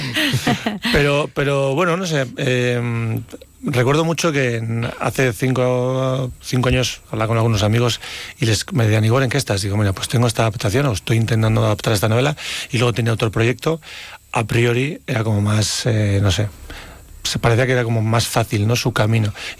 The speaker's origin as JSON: {"language": "Spanish", "town": "Leioa", "region": "Basque Country", "country": "Spain", "said": "soy de Leioa, un pueblo prácticamente pegado al Gorta, que es donde Ramiro Pinilla vivió la mitad de su vida y donde está ambientada la historia."}